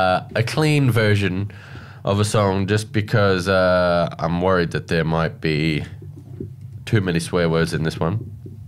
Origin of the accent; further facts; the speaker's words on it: Alice Springs, Northern Territory, Australia; When people, if I go into state and they say, oh, I'm from Alice Springs, they're kind of, it's like, really?